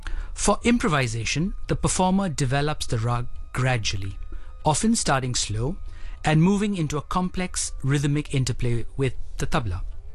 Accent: India; Thank you, Arpita, and I will, with a cup of tea, being Indian.

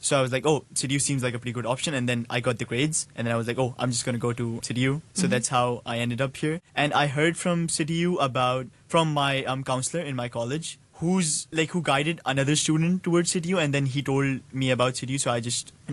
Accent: Karachi, Sindh, Pakistan; English is a second language; And I'm from Pakistan. I grew up in Pakistan, and I'm from Karachi, which is the biggest city, but not the capital. It's towards the south.

